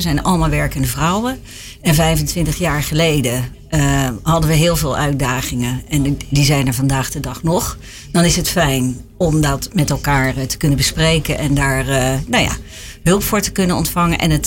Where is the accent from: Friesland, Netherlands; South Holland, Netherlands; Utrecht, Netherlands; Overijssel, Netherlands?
Utrecht, Netherlands; Bosch en Duin; Want ik kom uit Bos en Duin